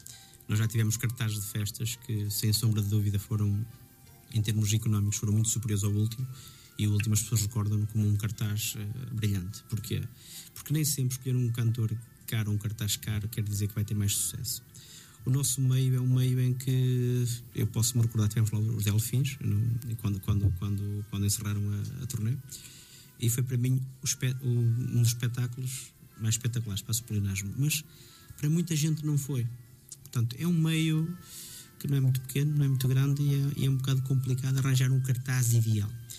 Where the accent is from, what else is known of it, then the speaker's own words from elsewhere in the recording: Norte, Portugal; eu que sou de Água Nova